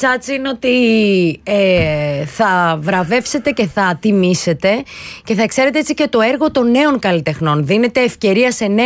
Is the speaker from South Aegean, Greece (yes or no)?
no; Thessaloniki, Central Macedonia, Greece; moved away; στην πατρίδα μου, στην Θεσσαλονίκη μας, την όμορφη.